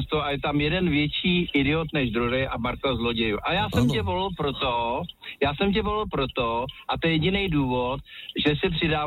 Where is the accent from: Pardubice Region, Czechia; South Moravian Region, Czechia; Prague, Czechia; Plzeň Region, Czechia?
Prague, Czechia